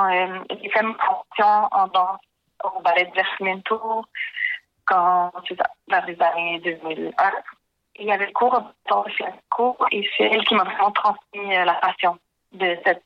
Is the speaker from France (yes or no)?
no; Montreal, Quebec, Canada; Bon, je viens de Diodiaque, Montréal, et je suis flamenco depuis près de 5 ans.